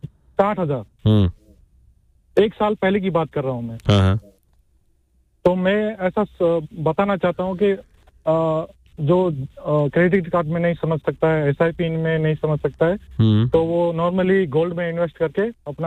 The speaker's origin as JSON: {"language": "Urdu", "town": "Gujrat", "region": "Punjab", "country": "Pakistan", "said": "میں گجرات سے ہوں."}